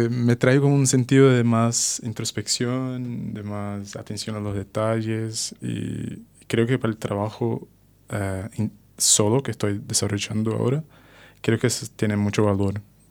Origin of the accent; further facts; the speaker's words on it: Brazil; Spanish is a second language; moved away as an adult; also born or lived in Portugal; exactamente en un año, en agosto del año que viene, ese plan para estar en Brasil haciendo eso en mi ciudad natal.